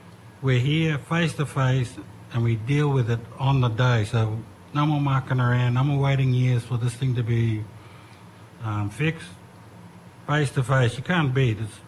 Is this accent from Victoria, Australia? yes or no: no; Cairns, Queensland, Australia; because I'm from Gimoy, Cairns, far north Queensland, on the other side of the country